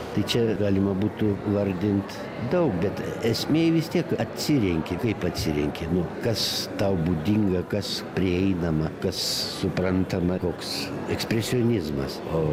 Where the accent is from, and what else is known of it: Šiauliai, Šiauliai County, Lithuania; moved away as an adult